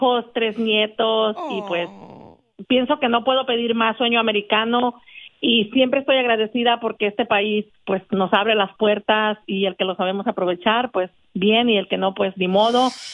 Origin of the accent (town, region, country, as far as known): Guanajuato, Mexico